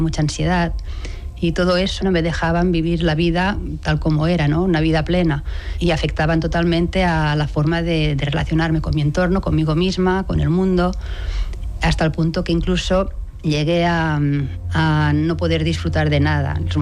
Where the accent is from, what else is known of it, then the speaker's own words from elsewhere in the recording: Lleida, Catalonia, Spain; born there; moved away as an adult; also born or lived in Barcelona; Nací en Lleida y me vine a estudiar a Barcelona y bueno, me enamoré de la ciudad. Entonces, cuando acabé la carrera ya busqué trabajo por aquí.